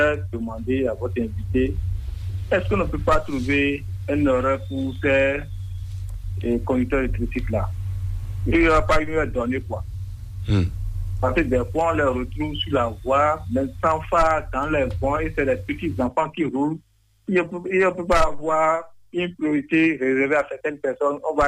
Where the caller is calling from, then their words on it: Atlantique, Benin; Je vous appelle depuis Kokoto